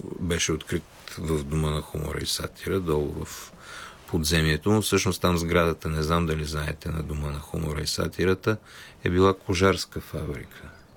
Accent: Gabrovo, Gabrovo Province, Bulgaria; moved away; also born or lived in Burgas / Sofia; От Бургас отидох в Габрово, моя роден град

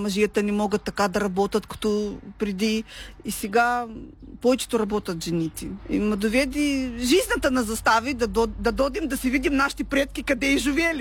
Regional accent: Odesa Oblast, Ukraine; moved away as an adult; now in Chernichevo, Bulgaria; Аз съм от Украина, бисарабска българка и много ми хареса тук в България. Работя тук уже една година

